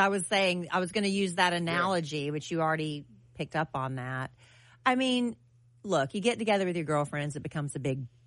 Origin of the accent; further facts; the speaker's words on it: United States; born there; But like I'm very, very thankful that I was born in America.